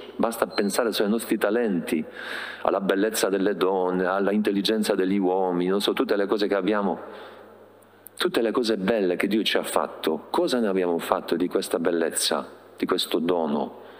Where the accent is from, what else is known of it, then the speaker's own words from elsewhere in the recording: Poland; moved away; Io sono polacco